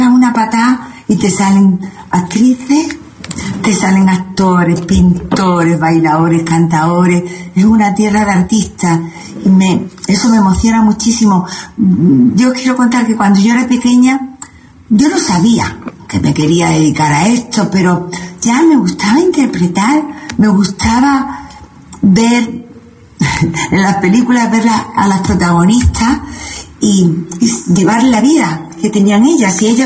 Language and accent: Spanish; Málaga, Andalusia, Spain; moved away; Mi madre tuvo el honor y el gusto de parirme en Málaga. Bueno, a mí y a mis hermanos.